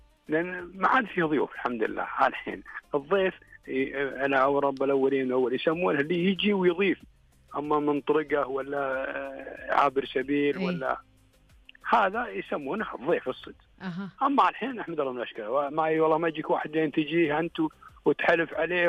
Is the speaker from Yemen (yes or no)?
no; Riyadh, Riyadh Province, Saudi Arabia; لا من أهل الرياض. حلو. من أهل الرياض أصليين أساسيين.